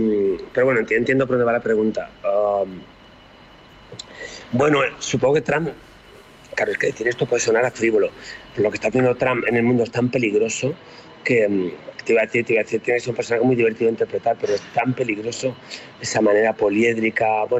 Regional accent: Málaga, Andalusia, Spain; Aparte, yo que soy de Málaga, pues Málaga era una sede.

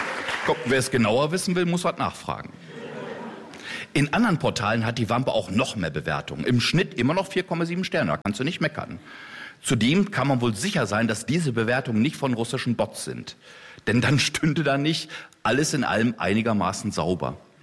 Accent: Osnabrück, Lower Saxony, Germany; in meiner Kindheit in Osnabrück.

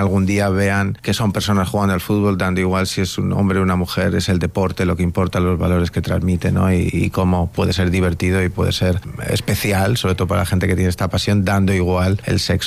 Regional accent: Spain; Así que la verdad que yo siempre soy muy español, pero ya estoy un poco también globalizado, pero siempre sí, siempre muy orgulloso de mi país, de mis raíces, de donde soy, y intentando defender y llevar la bandera de España

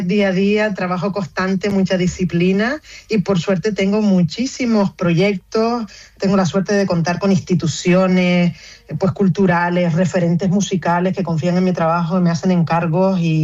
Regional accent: Vecindario, Canary Islands, Spain; yo me siento muy arraigada a mi tierra. Yo soy muy de vecindario del sureste de Gran Canaria, de mis orígenes, de Gran Canaria, de Canarias, a donde quiera que voy siempre va la palabra Canaria por delante.

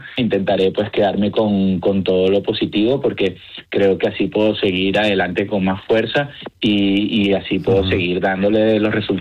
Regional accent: Caracas, Capital District, Venezuela; born there; Vale, bueno, primero quisiera aclarar que aunque soy, o sea, que nací en Caracas, soy español de origen.

